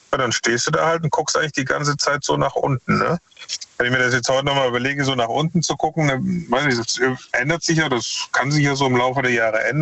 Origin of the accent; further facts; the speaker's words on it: Dresden, Saxony, Germany; now in Stuttgart, Germany; Stuttgart geboren, Dresden groß geworden und jetzt seit 10 bis 15 Jahren wieder hier im Ländle, ne?